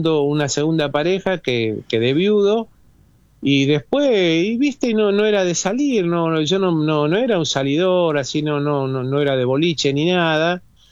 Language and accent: Spanish; Rosario, Santa Fe, Argentina; born there; Sí, los dos, mi señora también, los dos nacimos en Rosario.